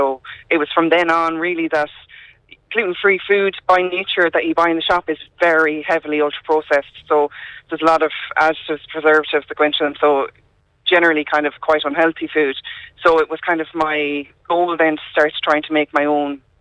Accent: Connacht, Ireland; I am from originally beside the Beaten Path in Bryce, but I'm living now in Ballyvarry.

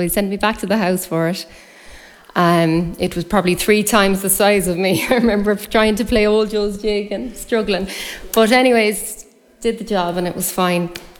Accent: Ireland; from Crumpon and Ackle.

